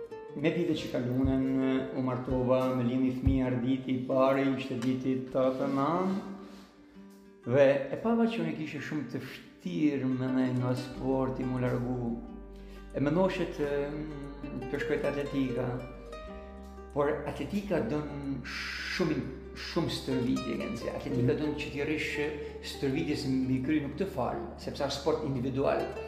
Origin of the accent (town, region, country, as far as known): Shkodër, Shkodër County, Albania